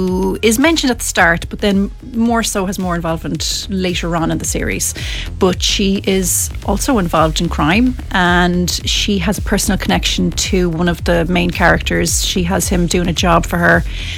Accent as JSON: {"language": "English", "region": "Connacht", "country": "Ireland", "tie": "born or raised there", "said": "I grew up in Mayo."}